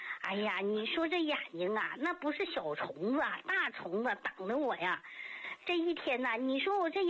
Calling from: Tangshan, Hebei, China; 我是唐山的，河北唐山的。

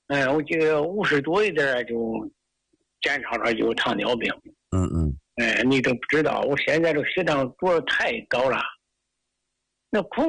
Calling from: Handan, Hebei, China; 哎，李老师，我是河北邯郸的，我老家吧，本来就是个农村的。

